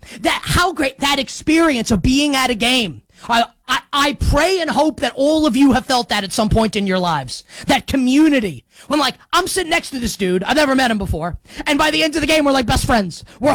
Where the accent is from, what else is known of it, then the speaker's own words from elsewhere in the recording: New York, United States; I'm a Knicks fan, and I'm a New Yorker.